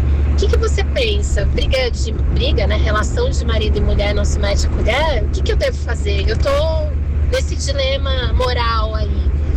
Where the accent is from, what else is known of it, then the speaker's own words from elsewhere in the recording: Taboão da Serra, São Paulo, Brazil; eu sou de Taboão.